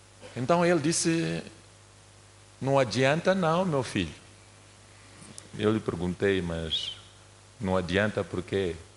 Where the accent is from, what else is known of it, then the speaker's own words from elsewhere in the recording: Mozambique; a história deste momento que nós estamos a atravessar como moçambicanos